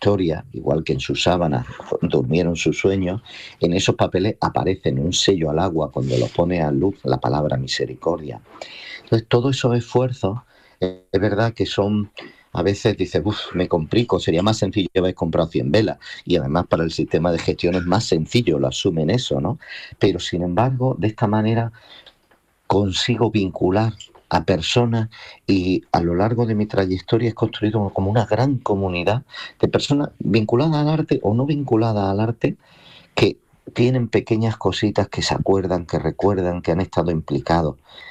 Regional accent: Jaén, Andalusia, Spain; born there; nací en Jaén

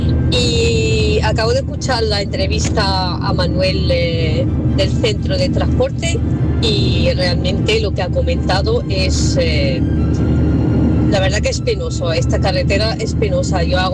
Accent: Paris, Île-de-France, France; Spanish is a second language; now in Granada, Spain; Yo me vine de París a Granada sin saber el idioma. Bueno, lo estudiaba en la universidad, pero no tenía la misma soltura que ahora.

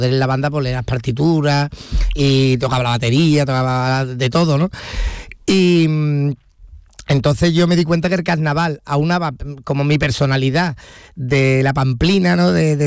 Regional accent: Andalusia, Spain; siempre he estado allí en San José, en mi pueblo, con mi familia

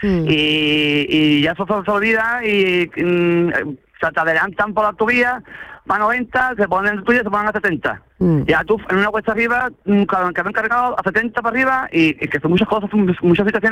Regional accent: Jerez de la Frontera, Andalusia, Spain; Yo soy de Jerez, claro.

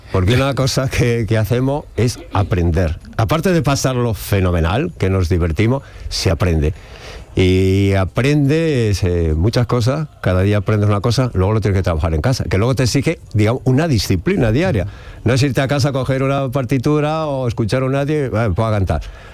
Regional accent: Aranda de Duero, Castile and León, Spain; en una escolanía de mi tierra. Yo soy de Burgos, de Aranda de Duero

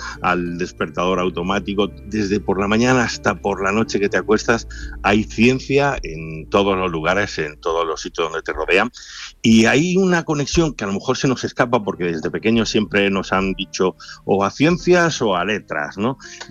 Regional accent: Granada, Andalusia, Spain; muchos de nuestros colaboradores son de Andalucía, yo mismo soy de Granada.

